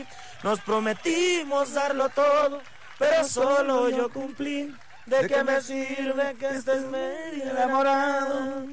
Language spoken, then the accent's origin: Spanish; Mezquite Alto, Sinaloa, Mexico; now in Los Mochis, Mexico; Yo soy de un pueblo que se llama Mezquite Alto, ahí perteneciente a Sinaloa, Leiva.